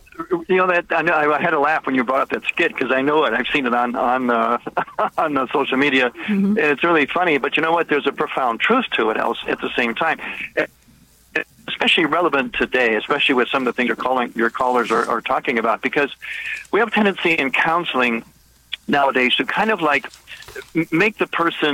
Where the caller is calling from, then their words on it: Chicago, Illinois, United States; I'm driving home. I'm just driving back to Chicago.